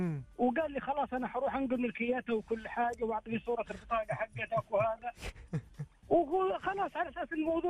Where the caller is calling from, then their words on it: Jeddah, Makkah Province, Saudi Arabia; أكلمك من جدة